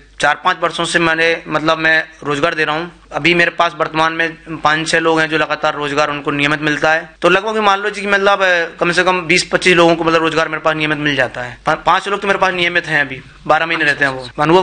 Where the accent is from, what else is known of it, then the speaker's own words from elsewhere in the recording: Rajasthan, India; मैं जिस क्षेत्र से आता हूँ मैम, वहाँ राजस्थान का होने को तो वैसे सबसे उत्तम क्षेत्र है वो हाड़ौती का, वार्षिक जो वर्षा है उसका स्तर भी अच्छा है, जंगल का जो क्षेत्र भी अच्छा है